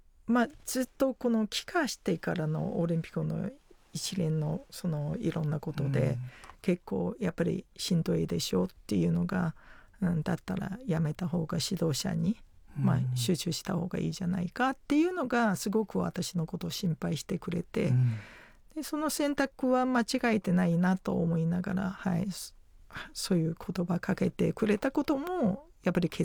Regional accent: China; Japanese is a second language; now in Japan; 元私も中国出身ですから、

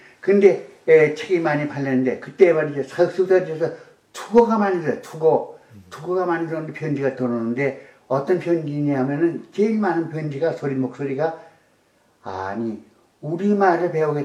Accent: Seoul, South Korea; born there; 근데 내가 하는 나 서울 태생인데

